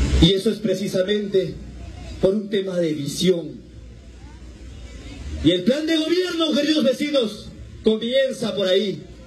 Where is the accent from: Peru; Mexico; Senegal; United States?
Peru; Pichanaki, Junín; moved away as an adult; also born or lived in Lima; Yo nací aquí en Pichanaki, en mi linda tierra que me vio nacer y crecer. A los 7 años, como ustedes saben, quedé huérfano de padre, madre y hermano.